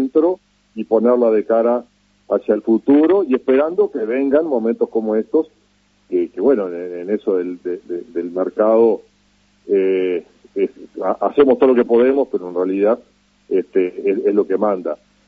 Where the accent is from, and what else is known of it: Uruguay